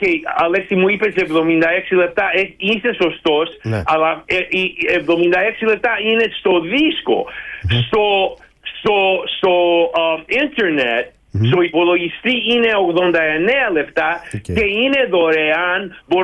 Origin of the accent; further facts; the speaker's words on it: Greece; first language Greek; moved away; είμαι Έλληνας, που η πρώτη μουσική που άκουσα όταν ήμουνα 3 ημερών ήταν η Βυζαντινή μουσική, ο πατέρας μου ιερέας Ορθόδοξος